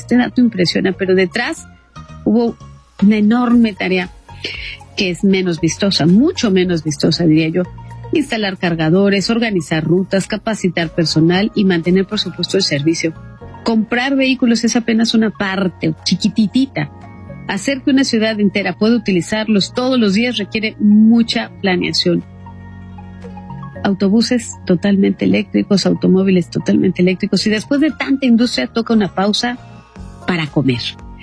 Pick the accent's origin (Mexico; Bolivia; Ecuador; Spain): Mexico